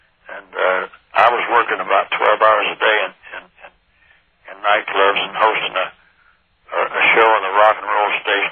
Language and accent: English; Bakersfield, California, United States; born there; I was I was born in Bakersfield, and I started coming to Vegas as early as about 1953, and worked there and lived there for one year, 61 to 62